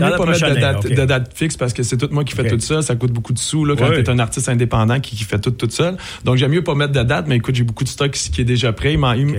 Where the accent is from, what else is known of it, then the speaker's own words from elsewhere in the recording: Farnham, Quebec, Canada; Je suis de Farnham, sur la Rive-Sud, oui, exact.